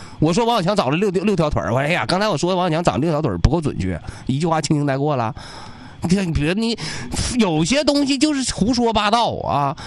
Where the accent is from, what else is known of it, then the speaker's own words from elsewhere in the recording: Changchun, Jilin, China; 我希望我们我的家乡啊，我希望我们吉林，我希望我们长春